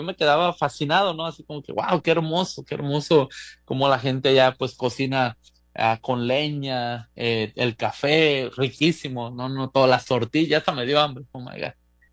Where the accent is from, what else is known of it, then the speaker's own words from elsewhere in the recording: Guanajuato, Mexico; born there; moved away; mi tierra de Guanajuato. Yo nací en Guanajuato